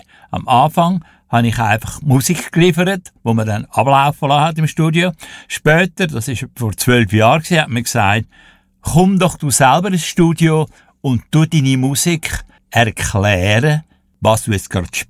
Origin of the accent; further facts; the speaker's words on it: Wallisellen, Zurich, Switzerland; born or raised there